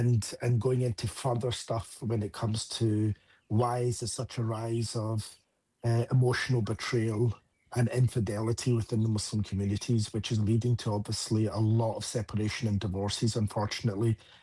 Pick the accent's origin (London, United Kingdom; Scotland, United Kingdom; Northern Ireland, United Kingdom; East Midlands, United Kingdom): Scotland, United Kingdom; accent: Scottish; now in United States; because obviously I'm born and raised in the UK, as you can tell, I've got a Scottish accent, I'm actually from Scotland. But then now almost being in the US for 10 years